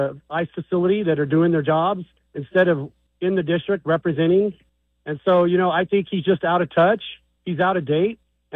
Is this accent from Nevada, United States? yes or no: yes; Nevada, United States; I'm from Nevada. I understand Nevada, lived, raised, born, raised